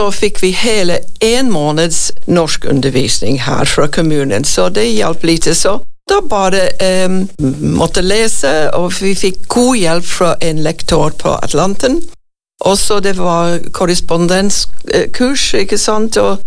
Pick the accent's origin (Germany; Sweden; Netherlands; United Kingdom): United Kingdom; Yorkshire and the Humber; Norwegian is a second language; moved away as an adult; now in Frei, Norway; Nordøst England, Yorkshire. Selvfølgelig. North Yorkshire.